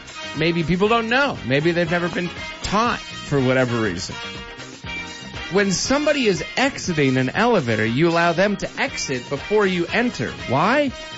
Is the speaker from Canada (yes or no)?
yes; Canada; We're Canadian.